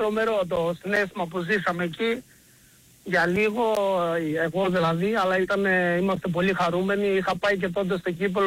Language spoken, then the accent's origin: Greek; Crete, Greece; Μάξιμο, είμαι από Κρήτη, τηλεφωνώ.